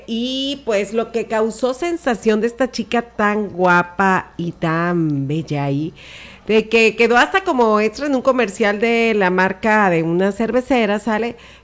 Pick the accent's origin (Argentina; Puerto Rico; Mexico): Mexico; Yo soy mexicana y yo le voy a México.